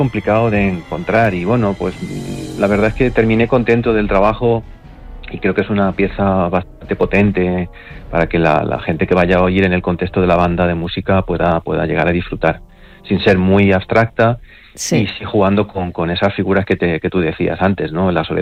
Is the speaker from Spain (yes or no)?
yes; Úbeda, Andalusia, Spain; now in Valencia, Spain; Sí, bueno, yo soy de Úbeda, yo nací en Úbeda y aunque llevo ya en Valencia por 25 años